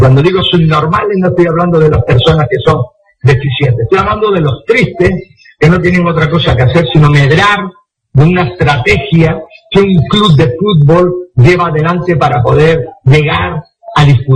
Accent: Canary Islands, Spain; Y nosotros no queremos ser marroquí, ni queremos ser de Marruecos, ni queremos ser de nadie. Somos españoles y somos canarios.

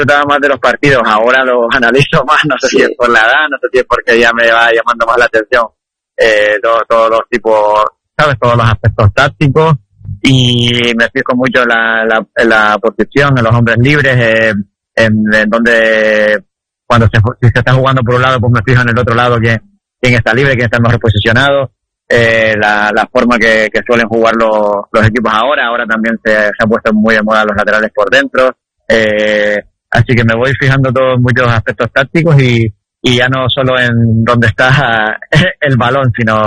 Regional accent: Canary Islands, Spain; jugar en el equipo de mi tierra

